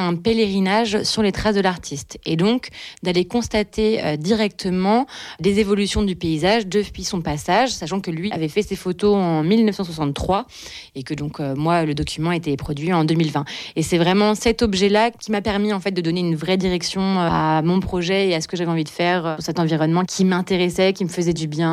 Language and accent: French; Nouvelle-Aquitaine, France; now in La Rochelle, France; je suis installée à l'atelier Blétry à La Rochelle, mais je suis originaire du nord des Deux-Sèvres, près de la ville de Bressuire.